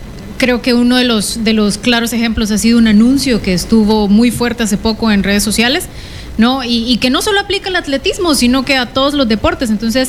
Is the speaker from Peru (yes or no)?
no; El Salvador; Nosotros venimos de El Salvador.